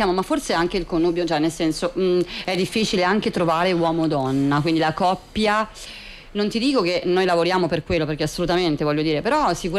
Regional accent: Milan, Lombardy, Italy; accent: Milanese; mi sono tenuta la E chiusa che ne abbiamo noi milanesi

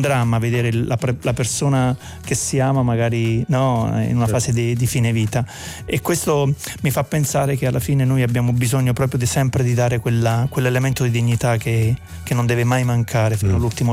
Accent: Torella del Sannio, Molise, Italy; moved away; Io ho questa casa in Molise, nel mio paese, che si chiama Torella del Sannio, un piccolo paese dove ho riportato la mia residenza

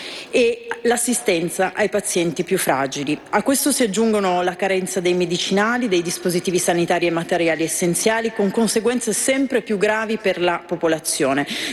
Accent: Piedmont, Italy; tutti noi, o almeno quasi tutti noi, ricordiamo bene da piemontesi

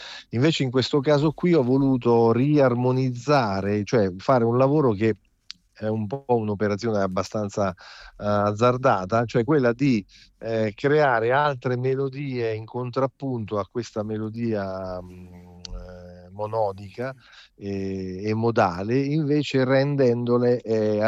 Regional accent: Marche, Italy; ho tradito la mia patria marchigiana

